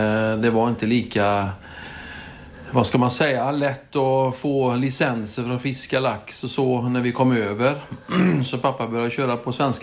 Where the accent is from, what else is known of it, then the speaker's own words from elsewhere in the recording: Donsö, Västra Götaland County, Sweden; also born or lived in Trollhättan; Så jag föddes ju 65, så mina första 10 år bodde jag på Donsö. Vi bodde vid gamla fotbollsplan.